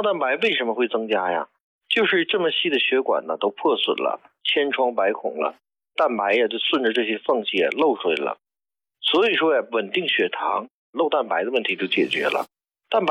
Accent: China; 但我们中国人呢就不是什么好事儿了。

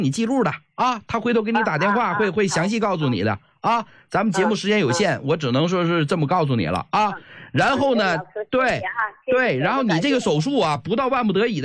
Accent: China; 我们中国人早就不缺钙

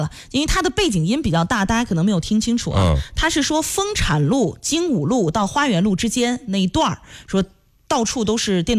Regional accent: Xinxiang, Henan, China; 我们新乡也有这种，就是文化宫啊、少年宫这种地方

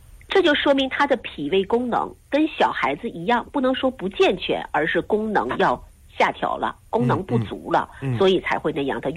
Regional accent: Jilin, China; 它是我们老家就长白山卖的野生山核桃。

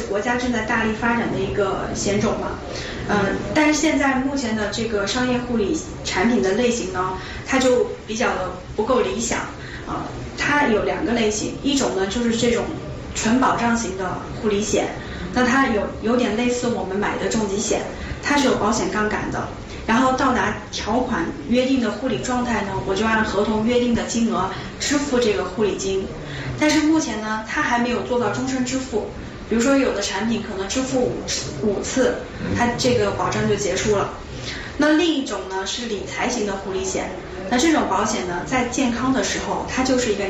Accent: Beijing, China; 咱们北京人

